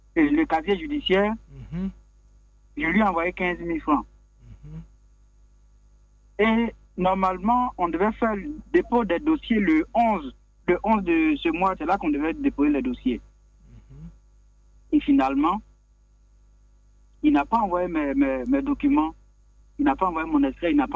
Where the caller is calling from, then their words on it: Abidjan, Côte d’Ivoire; Je vous appelle de Yokogon.